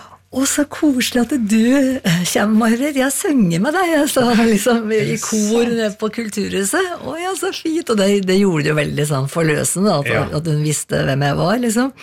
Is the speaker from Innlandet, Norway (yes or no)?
yes; Skreia, Innlandet, Norway; now in Asker, Norway; Det er liksom Toten og Skreia, det er der jeg vokste opp, ikke sant? Så det er liksom røttene mine. Og så har jeg bodd nå i Asker, mye lenger da.